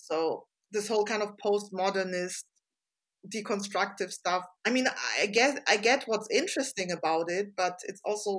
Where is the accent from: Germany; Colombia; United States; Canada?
Germany; my family is from Serbia. I grew up in West Germany.